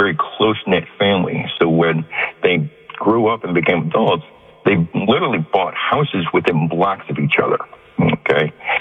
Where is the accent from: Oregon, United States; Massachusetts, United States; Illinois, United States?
Illinois, United States; Chicago; now in New Orleans, United States; Anyway, I was born and raised in Chicago, and I met my wife after 9/11 playing backgammon online, and she was from New Orleans. So in December of 2004, I moved down to New Orleans